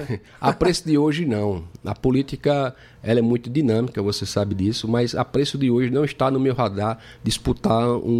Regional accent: Campina Grande, Paraíba, Brazil; also born or lived in Esperança; Eu sou nasci em Esperança, mas me considero campinense porque eu vim morar aqui em Campina Grande com meus 7 anos de idade.

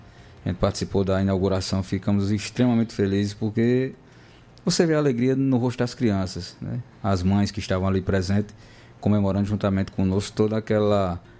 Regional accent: Campina Grande, Paraíba, Brazil; born or raised there

